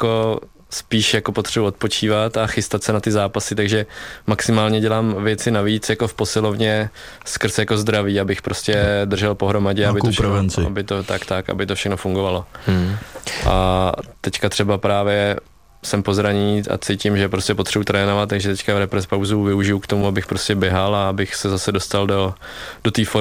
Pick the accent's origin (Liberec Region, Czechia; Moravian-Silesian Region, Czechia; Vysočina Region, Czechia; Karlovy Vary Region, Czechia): Vysočina Region, Czechia; Ty kopce, co jsem vybíhal u nás na Vysočině, už jsou pase.